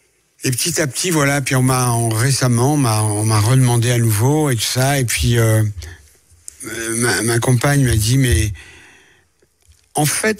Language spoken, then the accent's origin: French; France; born there; je suis né en France avec elle.